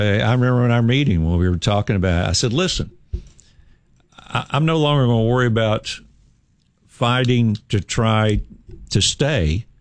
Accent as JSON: {"language": "English", "town": "Knoxville", "region": "Tennessee", "country": "United States", "tie": "born or raised there", "said": "I grew up with it in East Knoxville. My dad had the business there on Magnolia Avenue."}